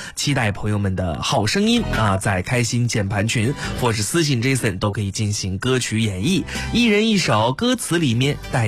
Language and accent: Chinese; Jiangsu, China; 咱们江苏人走在这个大马路上就能够闻到飘来的阵阵桂花香啊